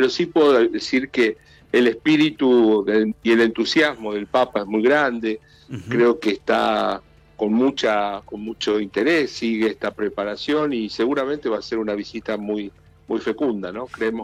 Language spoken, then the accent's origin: Spanish; Argentina; de nuestra vida como argentinos